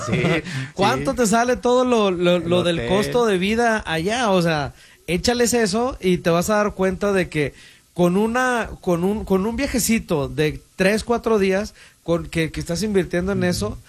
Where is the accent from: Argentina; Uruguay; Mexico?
Mexico; Guanajuato; now in Arizona, United States; yo soy de más al sur, yo soy de Guanajuato.